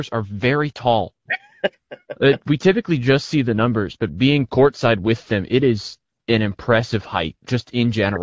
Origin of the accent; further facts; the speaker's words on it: Bridgeport, West Virginia, United States; since I was tiny, growing up in Bridgeport and taking all those school field trips up to Morgantown and WVU meant that WVU became my image of college.